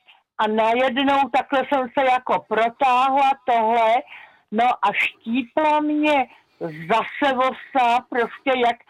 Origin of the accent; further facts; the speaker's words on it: Prague, Czechia; já jsem původem z Prahy a bejvala jsem v Podolí na pokladně